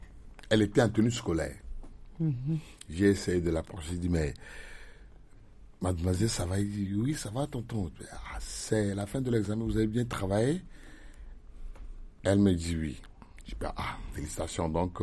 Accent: Togo; je suis togolais

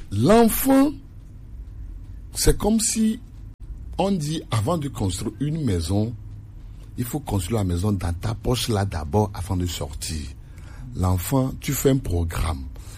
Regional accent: Togo; parce que moi, je suis Togolais.

